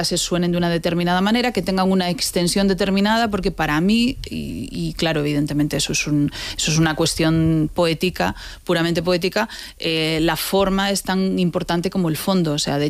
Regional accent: A Coruña, Galicia, Spain; digámoslo, soy gallega. Gallega de A Coruña.

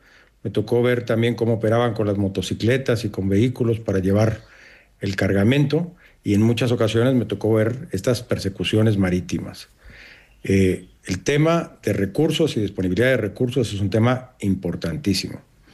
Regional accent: Mexico; moved away; Y hoy vemos la realidad que vive mi país de origen, y no nada más México, sino toda la región de América Latina.

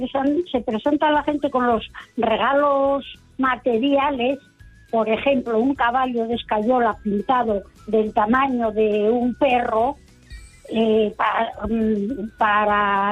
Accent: Asturias, Spain; Yo soy asturiana, y fui a dos bodas en la comunidad autónoma más baja de España.

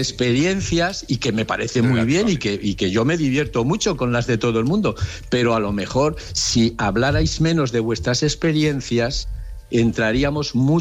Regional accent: Valencia, Valencian Community, Spain; now in Zaragoza, Spain; le contaba a vuestra compañera que vivimos en Zaragoza, pero yo soy de Valencia.

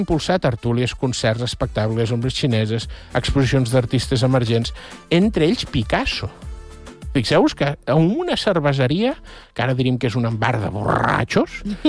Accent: Catalonia, Spain

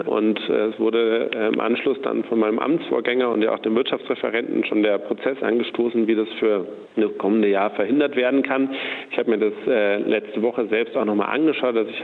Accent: Munich, Bavaria, Germany; Und wenn ich als Münchner Kommunalpolitiker irgendwo unterwegs bin

